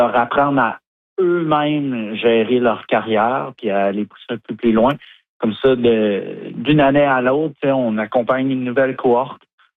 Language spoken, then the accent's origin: French; Quebec, Canada; En fait, moi, je viens du Québec